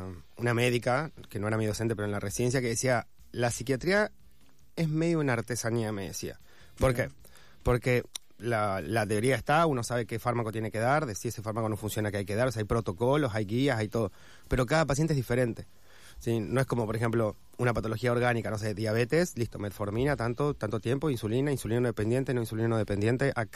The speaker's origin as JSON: {"language": "Spanish", "region": "Neuquén", "country": "Argentina", "tie": "born or raised there", "said": "En Neuquén Capital. Neuquén."}